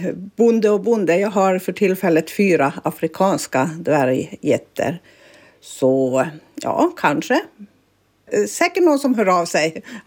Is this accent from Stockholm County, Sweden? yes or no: no; Kassa, Norrbotten County, Sweden; born there; also born or lived in Kiruna / Pajala; de skulle bli mjölkbönder i pappas föräldrahem då här i Kassa. Och jag var 11 år när vi flyttade hit och det var bra. Och det var lugnt och mycket djur och sånt här, så att jag valde och då börja skolan i Pajala.